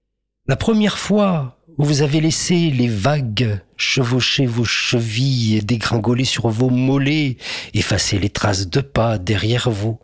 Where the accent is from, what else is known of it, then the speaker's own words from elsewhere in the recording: the north of France, France; je vous emmène un peu de là d'où je viens, du Nord de France.